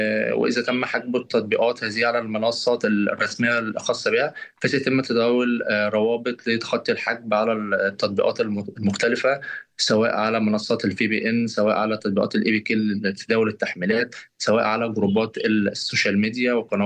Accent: Egypt; إحنا عندنا في مصر

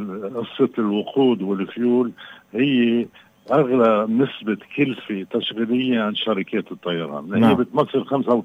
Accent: Lebanon

